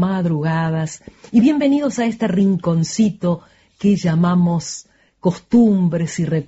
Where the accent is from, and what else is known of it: Uruguay